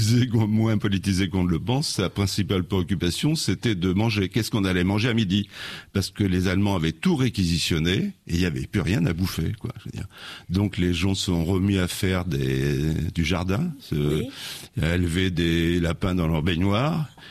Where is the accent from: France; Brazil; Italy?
France; Auvergne-Rhône-Alpes; j'ai créé un village fictif, qui est mon village natal dans l'Allier, mêlé à celui du Chambon-sur-Lignon